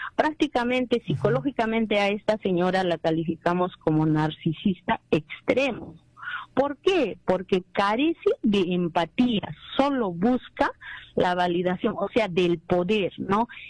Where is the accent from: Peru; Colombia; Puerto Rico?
Peru; Puno